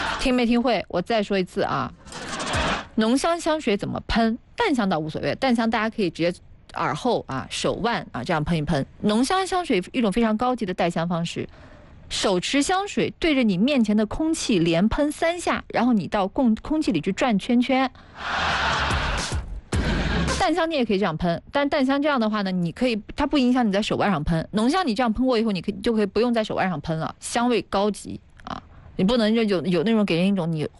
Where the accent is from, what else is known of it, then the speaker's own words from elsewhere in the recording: northern China, China; now in Hefei, China; 因为我是北方人嘛，北方人